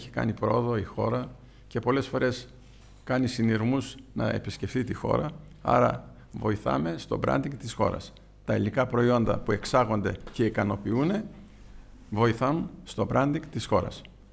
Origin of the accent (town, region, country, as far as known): Greece